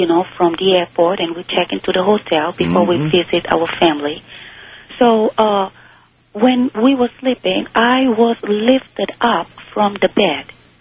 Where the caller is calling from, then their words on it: Missouri, United States; I'm calling from Missouri.